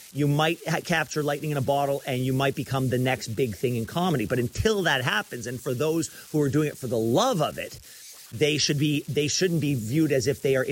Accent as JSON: {"language": "English", "country": "Canada", "said": "these awards mean something to me as a Canadian"}